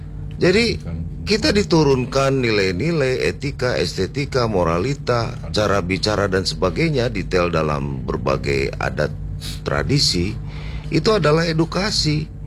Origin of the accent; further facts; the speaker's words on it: West Java, Indonesia; Misal kami sebagai orang Sunda seharusnya punya keterikatan, misal menggunakan bahasa Sunda lah di rumah mah gitu.